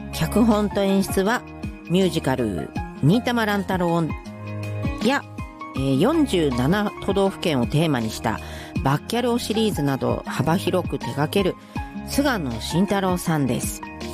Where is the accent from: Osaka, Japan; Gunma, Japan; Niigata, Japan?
Gunma, Japan; 私群馬なんです